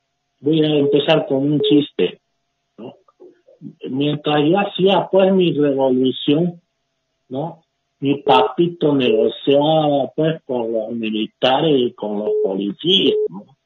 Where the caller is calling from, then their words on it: El Alto, La Paz, Bolivia; De Sencata.